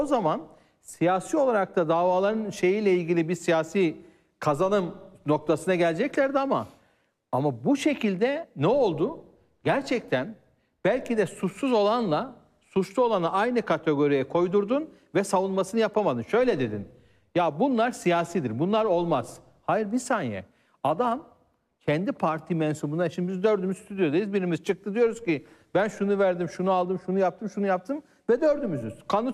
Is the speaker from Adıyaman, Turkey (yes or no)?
yes; Adıyaman, Turkey; Adıyaman Belediye Başkanı, benim memleketim olduğu için